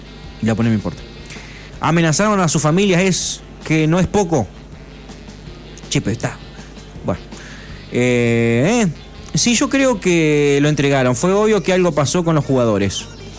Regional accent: Argentina; me duele a mí como argentino

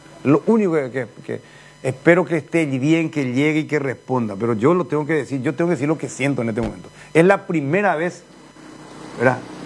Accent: Paraguay; nosotros somos paraguayos.

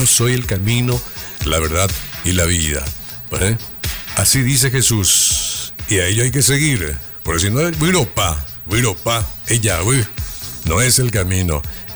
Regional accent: Paraguay; como paraguayo. Así como no podemos obviar nuestro idioma guaraní, nuestro dulce idioma guaraní

